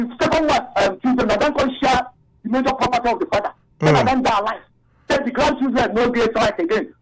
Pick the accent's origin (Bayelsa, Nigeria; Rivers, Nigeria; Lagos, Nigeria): Rivers, Nigeria; I'm from River State, you call it prescribing.